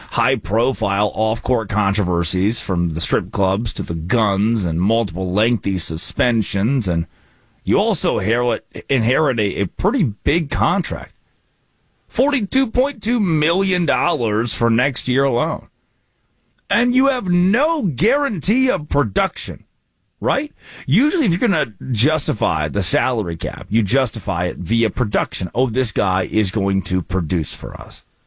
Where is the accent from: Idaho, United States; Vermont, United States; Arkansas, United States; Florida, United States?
Arkansas, United States; When I was growing up in Arkansas, I was the closest.